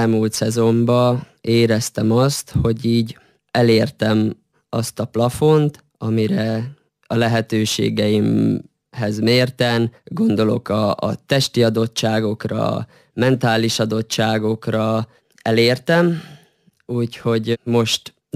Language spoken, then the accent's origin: Hungarian; Senta, Vojvodina, Serbia; born or raised there; moved away as an adult